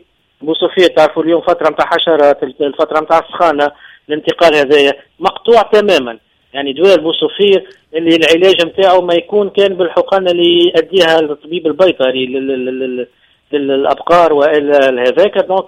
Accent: Tunisia

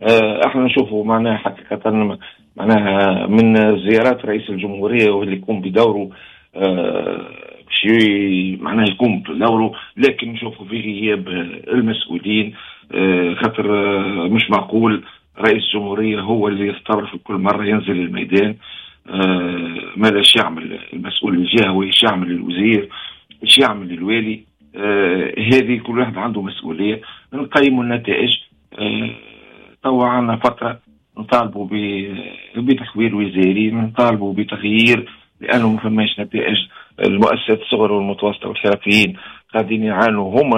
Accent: Tunisia; حز في نفسنا كتونسي.

